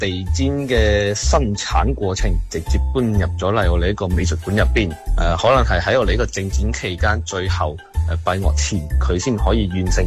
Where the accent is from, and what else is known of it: Foshan, Guangdong, China